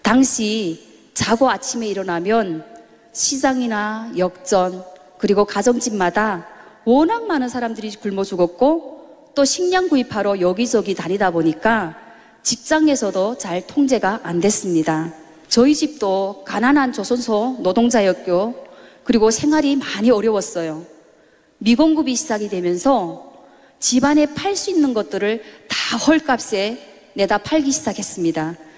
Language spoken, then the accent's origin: Korean; Chongjin, North Hamgyong, North Korea; 저의 고향은 함경북도 청진입니다. 저는 평범한 노동자 가정에서 일남 이녀 중에 장녀로 태어났습니다.